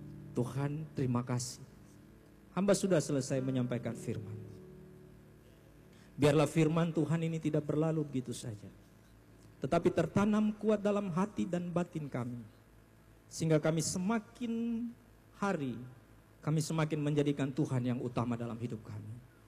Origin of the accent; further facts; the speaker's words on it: Papua, Indonesia; Kami di Papua Selatan, saya dengan teman-teman, kita jalan.